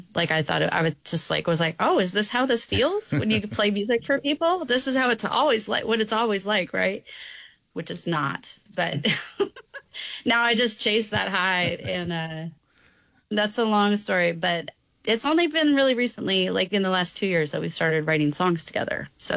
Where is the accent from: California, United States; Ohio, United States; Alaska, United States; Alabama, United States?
Alaska, United States; Juneau; also born or lived in Ketchikan; Yeah, so I grew up in Juneau. I was born in Ketchikan, but we moved to Juneau when I was about 9.